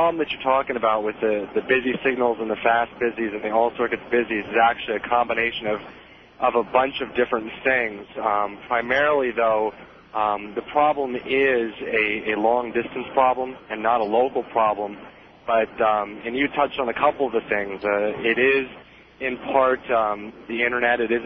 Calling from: Wichita, Kansas, United States; I'm calling from Wichita

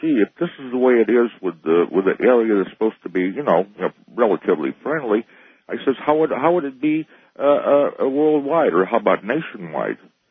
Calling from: Oregon, United States; I'm calling you from the Oregon coast.

